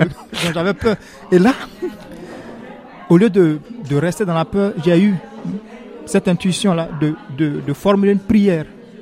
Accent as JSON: {"language": "French", "country": "Côte d’Ivoire", "said": "je suis originaire de la Côte d'Ivoire, voilà, j'ai 36 ans, je suis le fils aîné d'une famille de 7 enfants."}